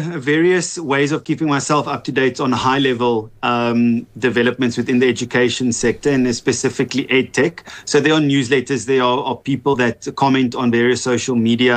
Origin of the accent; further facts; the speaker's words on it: Mpumalanga, South Africa; So the first one is I grew up in a rural environment. So I grew up in Mpumalanga.